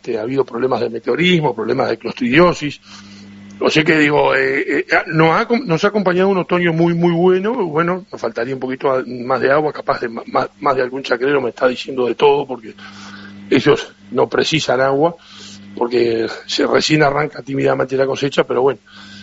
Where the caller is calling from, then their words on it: Cardona, Soriano, Uruguay; en esta zona particularmente, te hablo de Cardona, la zona de Cuchilla del Perdido